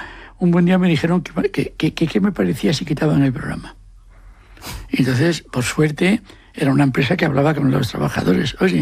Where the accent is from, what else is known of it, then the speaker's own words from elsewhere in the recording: Asturias, Spain; Como yo soy asturiano